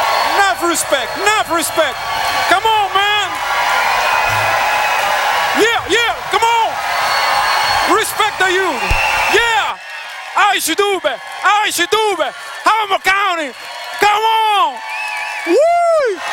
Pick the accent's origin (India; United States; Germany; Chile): Chile; I am from Chile.